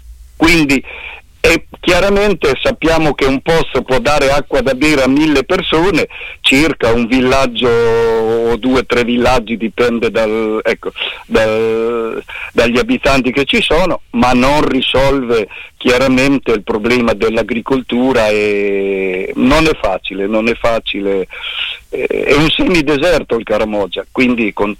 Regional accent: Montecchio, Marche, Italy; Sì, certo, io sono di Montecchio di Pesaro.

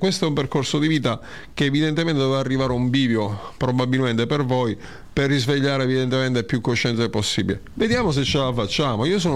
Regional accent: Sicily, Italy; io sono siciliano

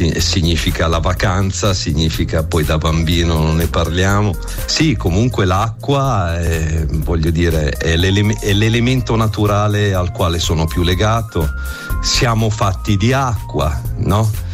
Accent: Milan, Lombardy, Italy; Sul Naviglio, io sono nato sul Naviglio.

